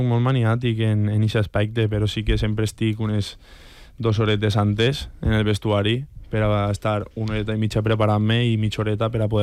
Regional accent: Montserrat, Valencian Community, Spain; jo sóc de Montserrat

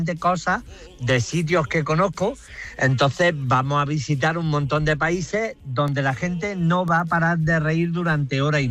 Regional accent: Jaén, Andalusia, Spain; bueno, no soy políglota, soy de Jaén

